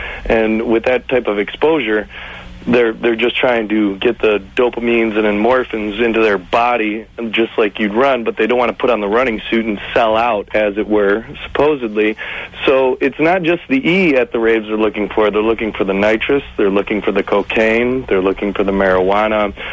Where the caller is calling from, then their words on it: Michigan, United States; I'm calling from Michigan, which is the birthplace of techno